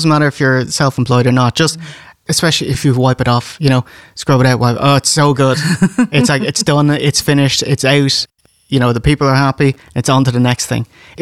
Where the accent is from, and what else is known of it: Ireland